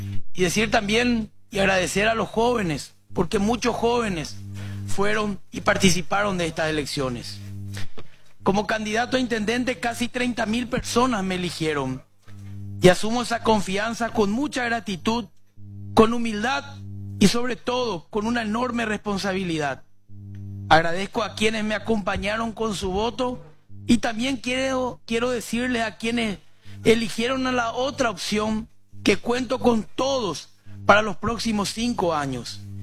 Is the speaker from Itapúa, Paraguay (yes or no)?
yes; Encarnación, Itapúa, Paraguay; Ahora, como encarnaceno, como colorado y como paraguayo, me corresponde honrarla